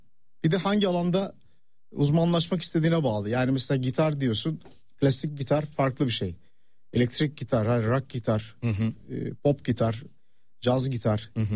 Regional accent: Istanbul, Turkey; Ben Taksim'de doğdum. Yani ilk doğduğum ev, hatta yıllarca orada oturduk.

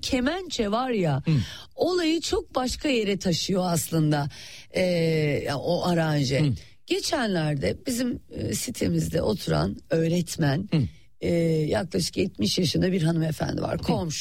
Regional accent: Black Sea Region, Turkey; Ve biz de Karadenizliyiz biliyorsun, baba tarafından Trabzonluyuz.

